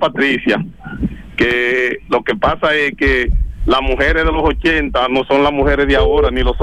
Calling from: San Juan de la Maguana, San Juan, Dominican Republic; yo vivo en La Garita, Hato del Padre, San Juan.

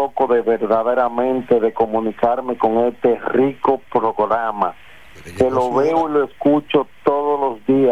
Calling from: Dominican Republic; Yo quiero saber si verdaderamente existe un presidente en mi país, aquí en la República Dominicana

